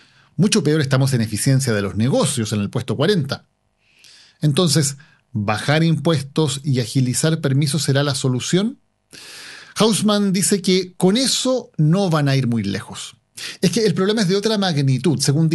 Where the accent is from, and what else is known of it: Chile